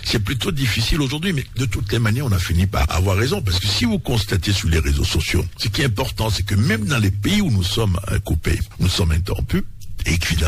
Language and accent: French; Abomey, Zou, Benin; moved away; Moi, je suis d'Abomey. Quand je viens, je vais à Abomey.